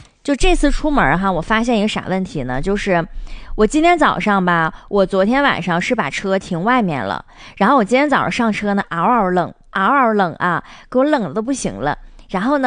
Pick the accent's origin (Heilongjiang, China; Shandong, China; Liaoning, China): Heilongjiang, China; Harbin; 我只要听到咱们家乡的人讲话，我一下就能听出来是咱们哈尔滨的